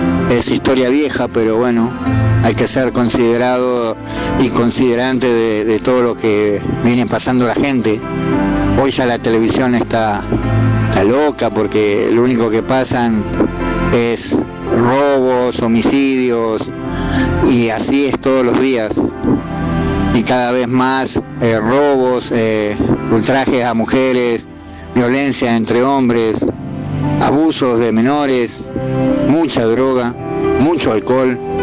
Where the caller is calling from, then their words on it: Argentina; creo en mi país, creo en Argentina, porque me creo un argentino más